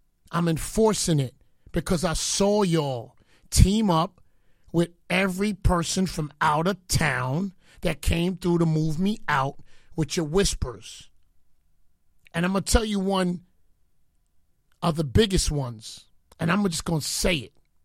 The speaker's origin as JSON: {"language": "English", "town": "Bronx", "region": "New York", "country": "United States", "said": "I'm a Leo. I'm from the Bronx. I go at you, and I'm Jamaican."}